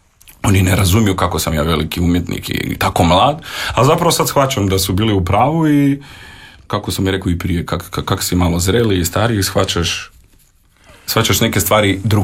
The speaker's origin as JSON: {"language": "Croatian", "country": "North Macedonia", "moved": "yes", "said": "ja sam ipak iz Makedonije"}